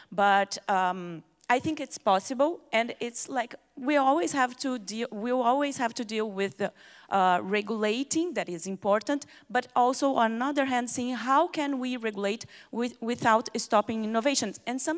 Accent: Brazil; I come from Brazil.

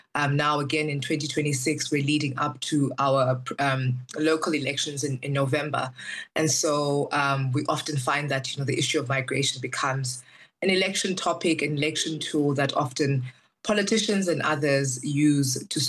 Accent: South Africa; I'm a South African myself

